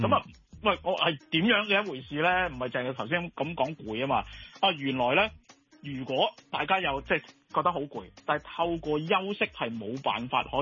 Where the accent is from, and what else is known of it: Hong Kong